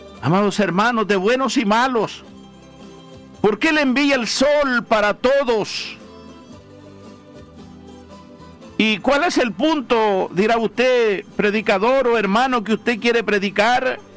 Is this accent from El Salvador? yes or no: yes; El Salvador; yo soy del Salvador, me crecí en una pobreza, en un cerro, donde no había luz eléctrica, donde no había agua potable.